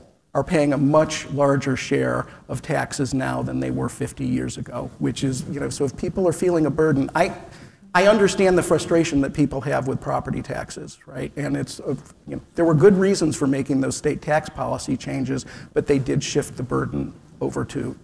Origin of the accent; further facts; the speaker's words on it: Cleveland Heights, Ohio, United States; I grew up in Cleveland Heights.